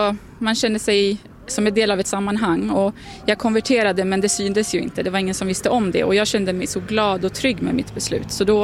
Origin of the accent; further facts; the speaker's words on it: Sweden; now in Fagersta, Sweden; Men samtidigt så älskar jag Sverige. Jag är svensk, jag vill bo här